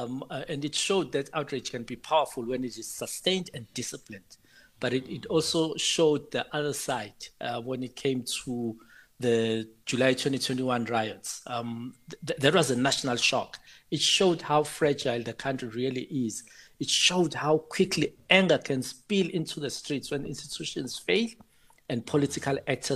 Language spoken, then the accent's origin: English; South Africa